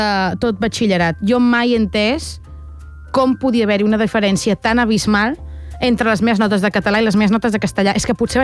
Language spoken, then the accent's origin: Catalan; Catalonia, Spain; jo sóc del Vallès